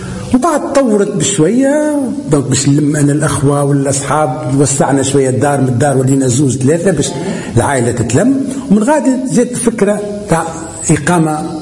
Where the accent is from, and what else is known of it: Tunis, Tunis Governorate, Tunisia; born there; first language Amazigh; Arabic is a second language